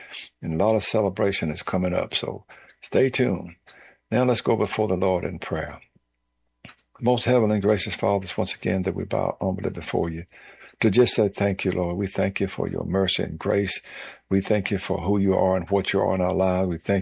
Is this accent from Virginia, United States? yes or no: yes; Cascade, Virginia, United States; Cascade, Virginia, my hometown.